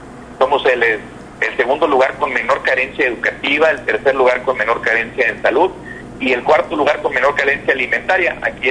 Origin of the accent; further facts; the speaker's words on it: Coahuila, Mexico; somos, coahuilenses y hermanos todos